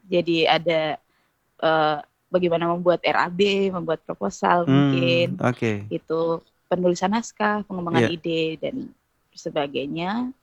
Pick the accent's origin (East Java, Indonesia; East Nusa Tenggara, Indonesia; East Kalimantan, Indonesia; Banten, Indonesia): East Nusa Tenggara, Indonesia; kita sebagai warga Manggarai Barat ini, masyarakat di Manggarai Barat